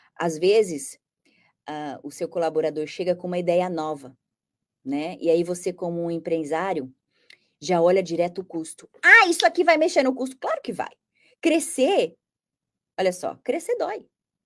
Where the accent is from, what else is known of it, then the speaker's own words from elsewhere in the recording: Brazil; moved away; Esse é o meu gosto, lembra? Eu sou brasileira, eu tenho uma outra cultura.